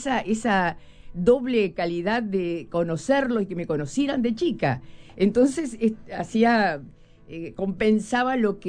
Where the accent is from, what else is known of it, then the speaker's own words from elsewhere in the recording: Cardona, Soriano, Uruguay; moved away as an adult; also born or lived in Montevideo, Uruguay; Yo nací en Montevideo, pero me crié hasta que me casé muy joven, en Cardona, departamento de Soriano.